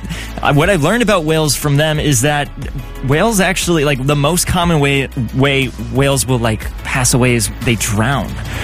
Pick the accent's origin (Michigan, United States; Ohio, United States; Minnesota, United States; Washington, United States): Minnesota, United States; moved away; I'm from Minnesota.